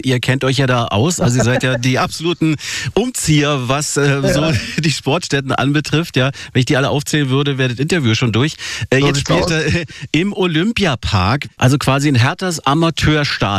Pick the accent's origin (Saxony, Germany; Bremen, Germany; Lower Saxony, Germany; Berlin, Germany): Berlin, Germany; ich drücke euch natürlich als Berliner logischerweise die Daumen